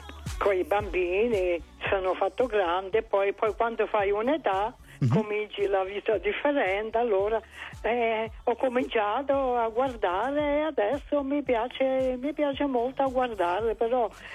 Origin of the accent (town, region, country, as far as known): Caserta, Campania, Italy